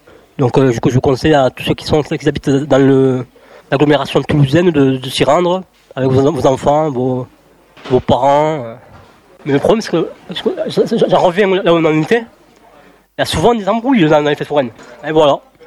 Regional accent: Algeria; now in France; Et moi, je suis un Algérien

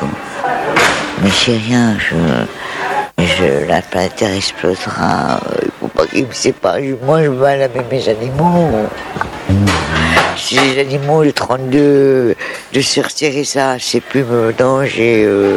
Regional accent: Denmark; Ah, je suis de loin, ouais. Je suis du Danemark.

